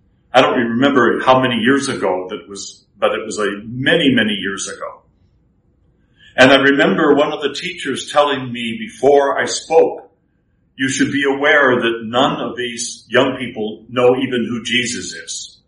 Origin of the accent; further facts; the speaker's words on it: Spokane, Washington, United States; When I was growing up in Spokane, I can remember family gatherings that were almost on a weekly basis